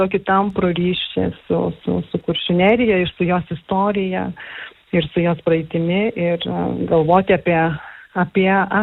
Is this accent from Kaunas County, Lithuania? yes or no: no; Klaipėda, Klaipėda County, Lithuania; now in Nida, Lithuania; Aš pati esu klaipėdietė